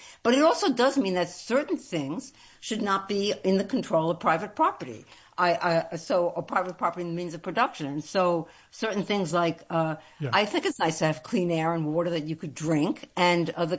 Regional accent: New York, United States; I'm a New Yorker

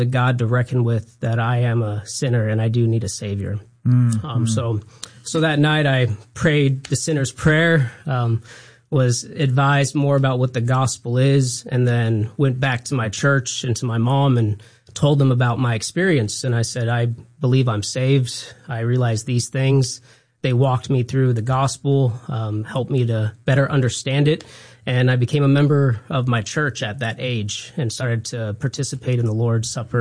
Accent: Sacramento, California, United States; So, yes, I was born here in Sacramento, raised here.

